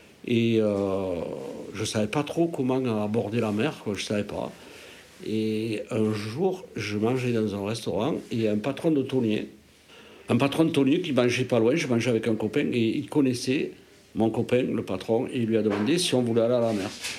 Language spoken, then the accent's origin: French; Auriac, Auvergne-Rhône-Alpes, France; moved away; Je suis natif d'Auriac, dans le Cantal